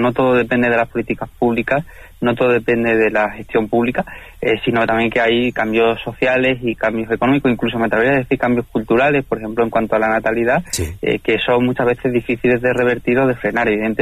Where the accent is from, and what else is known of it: Extremadura, Spain